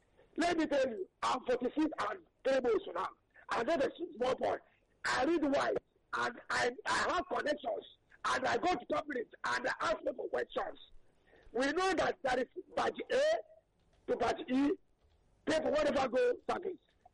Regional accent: Lagos, Nigeria; born there; I was born in Lagos. I'm a Lagosian.

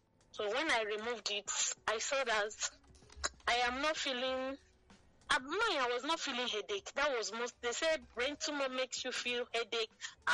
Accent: Lagos, Nigeria; also born or lived in Imo State; I'm from Imo State. I'm the fourth child, and I was born and brought up in Lagos.

